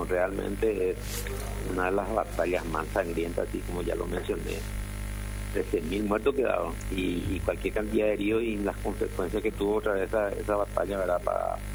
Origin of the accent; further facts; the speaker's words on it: Paraguay; tantos otros hechos históricos que nos llenan de orgullo, por sobre todas las cosas, como paraguayo.